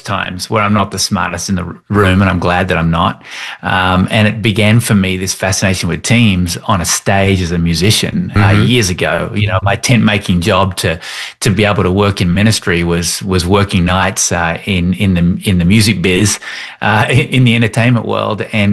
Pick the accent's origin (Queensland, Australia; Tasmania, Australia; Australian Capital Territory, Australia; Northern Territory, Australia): Tasmania, Australia; accent: Australian; moved away as an adult; now in Denver, United States; I've been here. I'm in my 25th year living in the US, though. I reside in the Denver area, but grew up in Tasmania, born and raised in Tasmania.